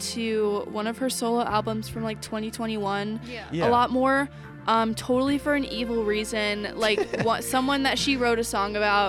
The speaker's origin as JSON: {"language": "English", "region": "East Coast", "country": "United States", "also_born_or_lived": "Baltimore / Annapolis", "moved": "yes", "lives_now": "Colorado, United States", "said": "I am from the East Coast, and there's a lot of good hardcore, especially in Baltimore, which is where I lived for a while before I moved to Annapolis."}